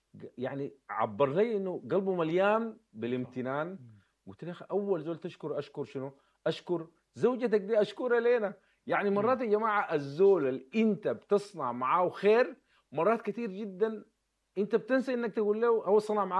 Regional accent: Sudan; احنا طبعا كسودانيين

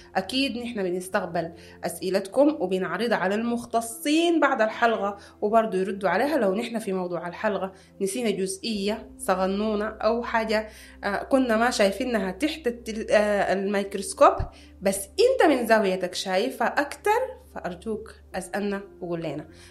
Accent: Sudan

